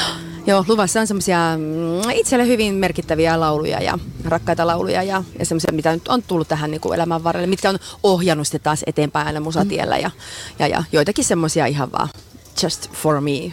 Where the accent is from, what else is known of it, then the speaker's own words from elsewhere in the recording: Siilinjärvi, North Savo, Finland; itse kun olen Savosta kotoisin Siilinjärveltä, niin mä tunnistan tämän maaperän